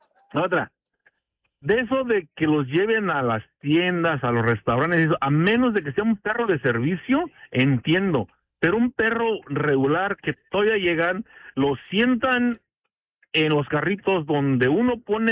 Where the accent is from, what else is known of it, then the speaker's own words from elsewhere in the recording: Mexico; Aunque me crié con perros en México, lindo y querido, pero eran perros para la cacería, que se mantenían solos, que se estaban afuera, no se pasaban a la casa.